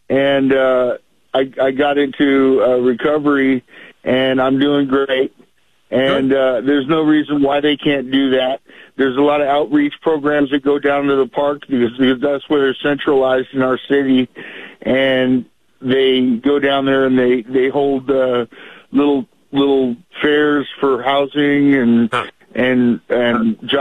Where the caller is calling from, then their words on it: Oregon, United States; I'm from Oregon, and we've been dealing with a lot of homeless down here.